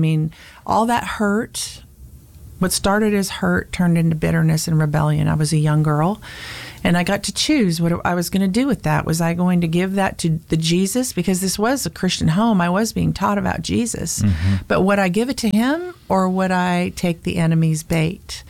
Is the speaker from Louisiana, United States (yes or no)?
no; San Diego, California, United States; And then I grew up in San Diego.